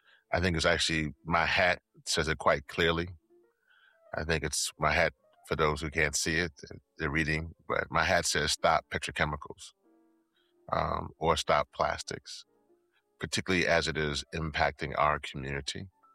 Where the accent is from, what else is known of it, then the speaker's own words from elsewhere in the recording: Louisiana, United States; And so where I'm from Louisiana, and that's, for those who don't know, is in the United States of America. It's one of the 50 states down there on the Gulf Coast.